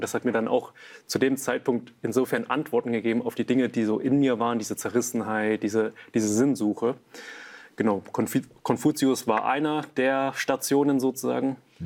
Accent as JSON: {"language": "German", "country": "Germany", "tie": "born there", "said": "ich bin zwar hier in Deutschland zur Welt gekommen und so weiter, aber meine Familie kommt eher aus einem nicht-deutschen Hintergrund"}